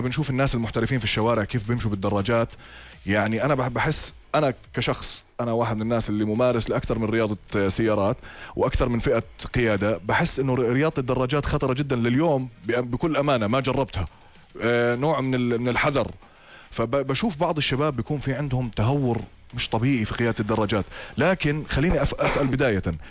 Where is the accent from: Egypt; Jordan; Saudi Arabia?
Jordan; يعني احنا عندنا في الأردن هذه الثقافة منتشرة جدا بصراحة